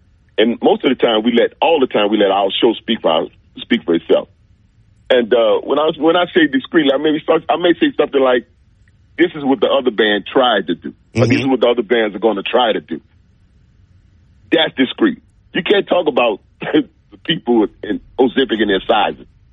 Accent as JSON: {"language": "English", "town": "New Orleans", "region": "Louisiana", "country": "United States", "said": "I'm from New Orleans"}